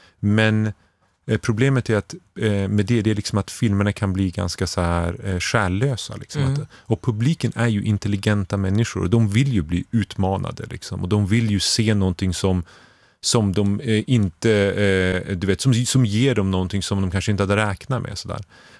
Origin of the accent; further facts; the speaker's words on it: Sweden; vi har i Sverige